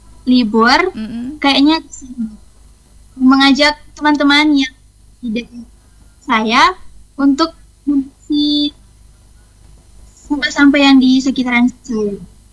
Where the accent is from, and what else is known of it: North Sulawesi, Indonesia